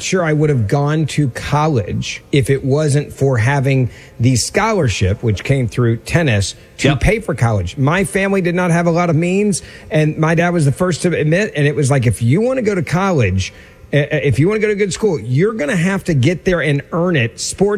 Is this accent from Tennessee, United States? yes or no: yes; Memphis, Tennessee, United States; The African-American University of Memphis, my hometown football coach, he got behind this